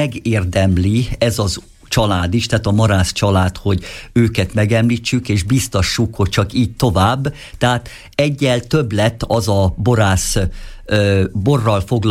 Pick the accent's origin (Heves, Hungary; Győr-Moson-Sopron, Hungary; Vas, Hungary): Győr-Moson-Sopron, Hungary; Sopron; mint soproni polgár